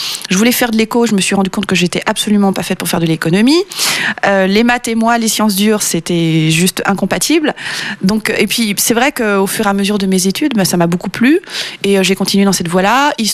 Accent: France; born there; Milieu social, bon, je suis née en France, milieu lambda.

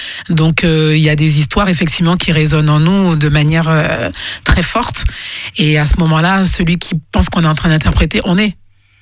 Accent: Guadeloupe; je suis guadeloupéenne et j'ai quand même, même si c'est tout petit sur le planisphère, ben... J'en suis extrêmement fière.

